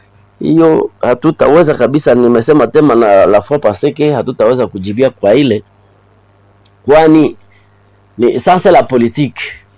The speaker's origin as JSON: {"language": "Swahili", "country": "DR Congo", "said": "nous sommes des Congolais, okay, sisi ni Wakongomani."}